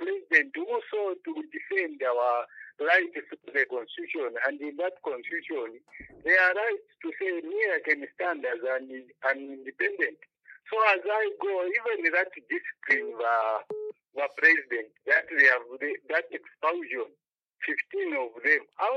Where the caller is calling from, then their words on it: Lusaka, Lusaka Province, Zambia; I'm calling you from Lusaka.